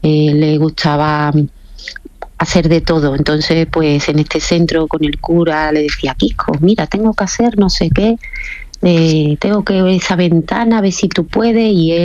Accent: Spain; nosotros somos de Cama, que somos muy conocidos en Cama

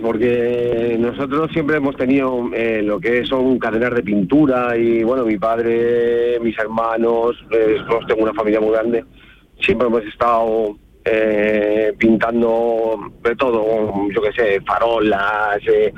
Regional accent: Madrid, Community of Madrid, Spain; now in Alhaurín el Grande, Spain; Yo vengo de Madrid y esto es igual o parecido

